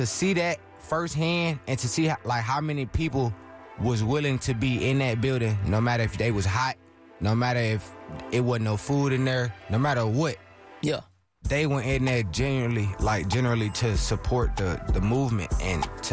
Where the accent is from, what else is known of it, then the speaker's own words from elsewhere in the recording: Houston, Texas, United States; I'm from Houston.